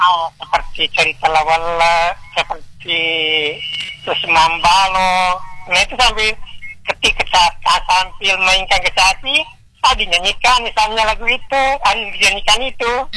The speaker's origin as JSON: {"language": "Indonesian", "region": "South Sulawesi", "country": "Indonesia", "said": "Kalau suku Bugis kan saya orang Bugis."}